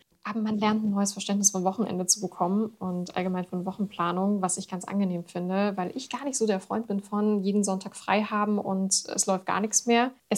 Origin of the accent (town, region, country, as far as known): Erfurt, Thuringia, Germany